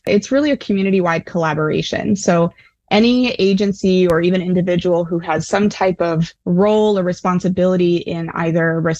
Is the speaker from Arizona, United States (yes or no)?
yes; Phoenix, Arizona, United States; moved away as an adult; now in Tucson, United States; I'm actually born and raised in Phoenix, so not too far away from here. I moved out here after high school to become a Wildcat and go to the U